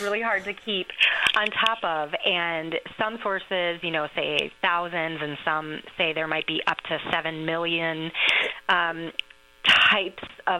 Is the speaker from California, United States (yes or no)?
no; La Crosse, Wisconsin, United States; moved away; I grew up in La Crosse and moved back when I accepted the position at UW La Crosse, and we moved to French Island.